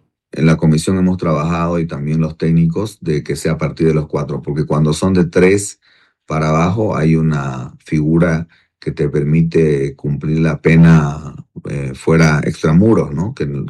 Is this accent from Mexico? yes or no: no; Bolivia; nuestra cultura como bolivianos